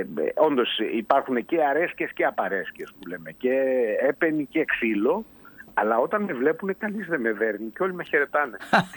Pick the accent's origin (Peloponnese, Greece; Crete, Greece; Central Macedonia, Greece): Peloponnese, Greece; Mani; ας πούμε ότι είμαι ένας ημιεγγράμματος από τη Μάνη.